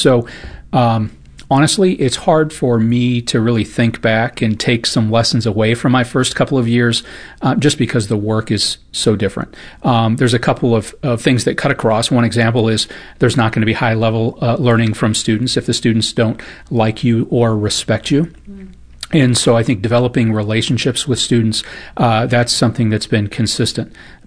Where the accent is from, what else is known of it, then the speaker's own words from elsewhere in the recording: Illinois, United States; now in St. Louis, United States; Yeah, so I'm not from the St. Louis area. Originally, I'm from just outside Chicago, and so hadn't been to St. Louis.